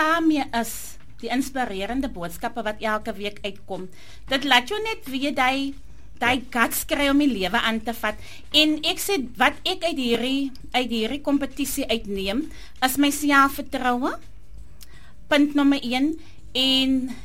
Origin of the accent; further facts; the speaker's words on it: Oudtshoorn, Western Cape, South Africa; Goeiemiddag aan alle luisteraars … van Oudtshoorn.